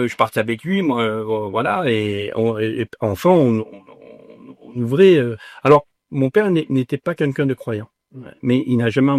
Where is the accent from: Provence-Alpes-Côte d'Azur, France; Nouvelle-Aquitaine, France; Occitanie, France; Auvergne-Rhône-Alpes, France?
Provence-Alpes-Côte d'Azur, France; born there; Je suis né dans la Sainte Baume.